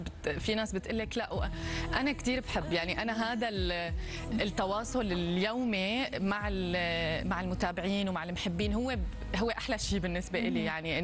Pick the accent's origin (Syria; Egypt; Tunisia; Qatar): Syria; born there; مسقط راسي اوضاعتي بسوريا الملكيه